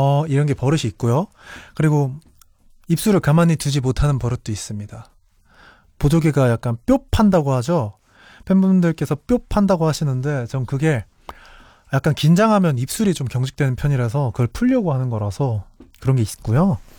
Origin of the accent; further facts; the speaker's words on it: Cheonan, South Chungcheong, South Korea; 나의 고향은 충청남도 천안이고요. 병천에서 태어났습니다. 되게 따뜻한 환경에서 자랐고요. 그래, 부모님보다는 할머니, 할아버지 손에서 좀 오래 자랐습니다.